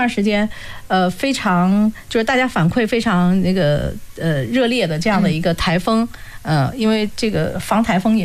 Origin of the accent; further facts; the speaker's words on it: Lianyungang, Jiangsu, China; 我们是本地人，